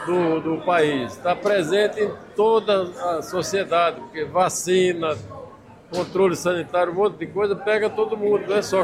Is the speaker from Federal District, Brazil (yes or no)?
no; Cacimbinhas, Alagoas, Brazil; moved away as an adult; also born or lived in Maceió; Mas eu vim da de Cacimbinhas, do interior. Eu lembro que quando eu saí de Cacimbinhas para fazer medicina em Maceió